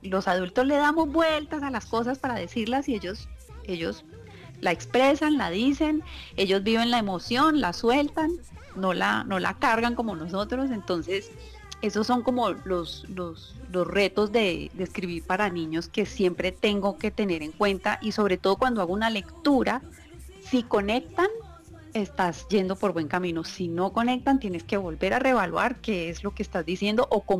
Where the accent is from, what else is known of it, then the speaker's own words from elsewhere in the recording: Cali, Valle del Cauca, Colombia; somos muy caleñas